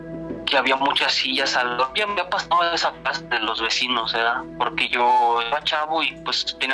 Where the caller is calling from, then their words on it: San Francisco del Rincón, Guanajuato, Mexico; soy de San Francisco del Rincón, Guanajuato.